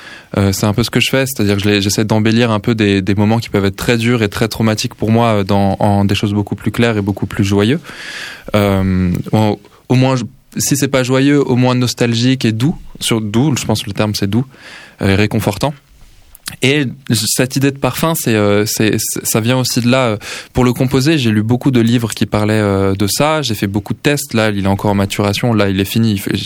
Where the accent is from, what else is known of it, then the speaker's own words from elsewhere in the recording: Île-de-France, France; now in Toulouse, France; moi je viens pas de Toulouse à la base, je viens du 93